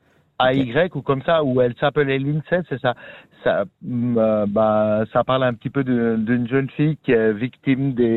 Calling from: Switzerland

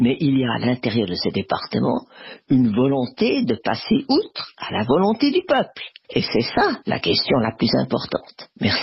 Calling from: Montreux, Vaud, Switzerland; je vous appelle de Montreux.

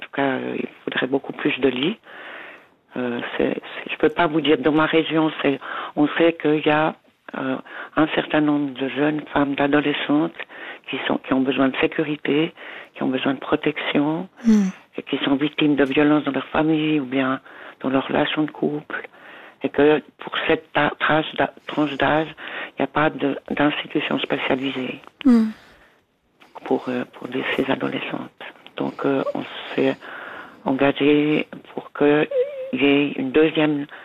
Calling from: Biel/Bienne, Bern, Switzerland; Oui, je suis à Bienne.

